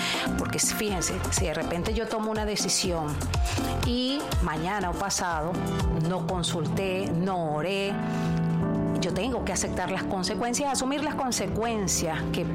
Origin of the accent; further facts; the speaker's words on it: Barquisimeto, Lara, Venezuela; born there; Barquisimeto, mi ciudad natal.